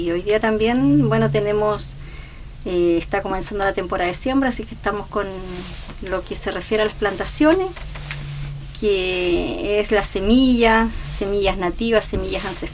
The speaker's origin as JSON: {"language": "Spanish", "town": "Valle del Encanto", "region": "Coquimbo", "country": "Chile", "said": "soy de Valle del Encanto."}